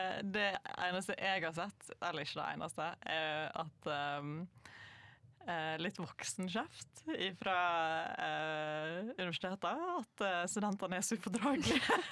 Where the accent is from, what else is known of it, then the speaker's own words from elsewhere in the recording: Atløy, Vestland, Norway; The Yearly Happening på Atløy, der jeg er fra.